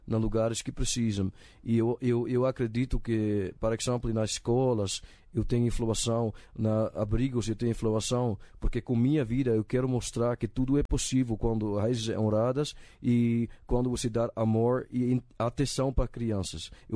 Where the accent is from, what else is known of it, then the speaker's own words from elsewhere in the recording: Netherlands; Portuguese is a second language; also born or lived in Brazil; Quando eu fui criado na Holanda